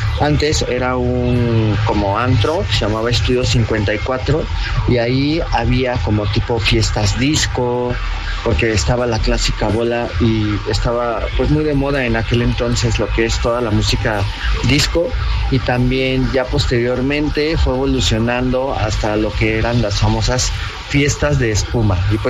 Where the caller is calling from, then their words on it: Mexico City, Mexico; Yo vivo en Santa María de la Ribera, aquí en la Ciudad de México